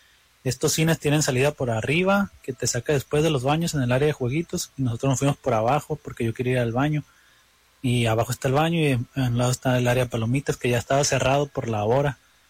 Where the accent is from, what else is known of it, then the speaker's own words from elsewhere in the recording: Mexicali, Baja California, Mexico; en varios cines de aquí de Mexicali, yo soy de Mexicali